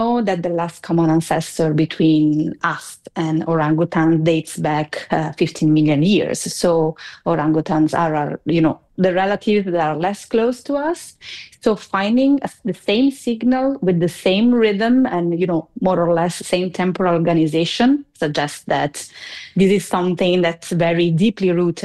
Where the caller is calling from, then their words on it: Italy; At this moment, I'm speaking from Italy.